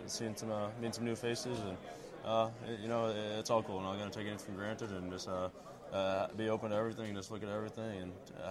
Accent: Boston, Massachusetts, United States; now in New Hampshire, United States; Boston. I'm born in Boston, live in southern New Hampshire now, so about 5 hours from here.

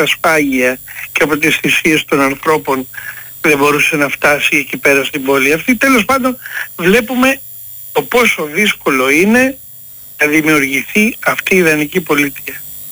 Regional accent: Athens, Attica, Greece; born there; Όχι, εγώ έχω γεννηθεί στην Αθήνα.

